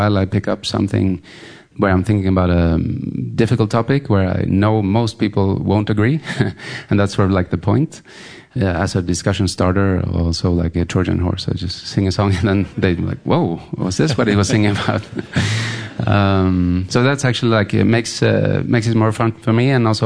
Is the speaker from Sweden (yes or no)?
yes; Gothenburg, Västra Götaland, Sweden; English is a second language; For us kids, we grew up in Sweden, so we don't know anything else in a way.